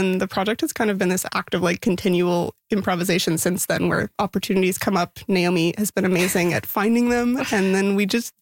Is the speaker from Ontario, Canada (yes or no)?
no; Montreal, Quebec, Canada; I grew up in Montreal